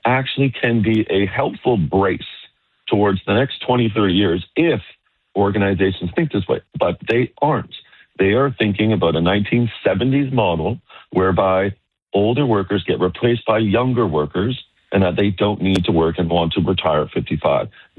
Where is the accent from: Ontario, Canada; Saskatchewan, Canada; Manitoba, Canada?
Ontario, Canada; Hamilton; And I grew up in Hamilton, Ontario, and I recall those commercials vividly.